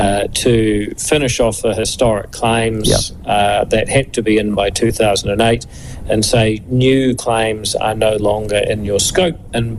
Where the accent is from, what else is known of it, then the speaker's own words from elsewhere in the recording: New Zealand; I am proud as a New Zealander